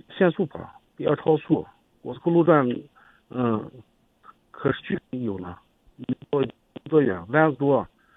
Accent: Xinjiang, China; 我们新疆这边

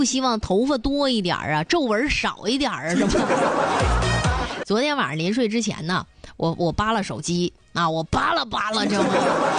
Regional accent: China; 咱是中国人

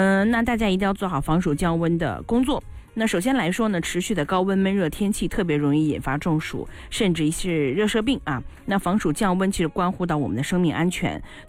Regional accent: Inner Mongolia, China; 我是内蒙古的嘛，在我小的时候，好像我们家那边啊，就是会有检查

